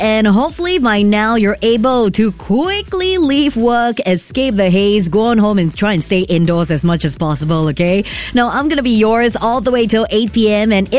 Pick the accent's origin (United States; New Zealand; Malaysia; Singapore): Singapore; Loads of tourists we've got in Singapore, and as a Singaporean, if you had to choose one attraction we have here